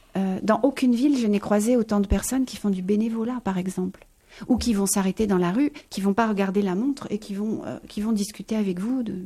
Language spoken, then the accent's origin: French; Paris, Île-de-France, France